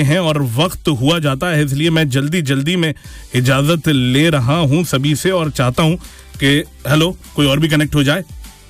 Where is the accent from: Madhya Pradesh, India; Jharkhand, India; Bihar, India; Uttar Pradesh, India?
Uttar Pradesh, India; Aligarh; वैसे मैं इंडिया से हूँ, मैं अलीगढ़ से हूँ, यूपी उत्तर प्रदेश जो स्टेट लगती है, और खासम खास जगह अलीगढ़